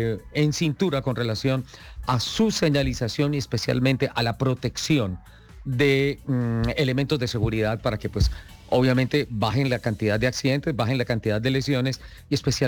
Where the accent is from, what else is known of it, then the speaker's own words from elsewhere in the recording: Santander, Colombia; Ojo con mi tierra, ojo con Santander.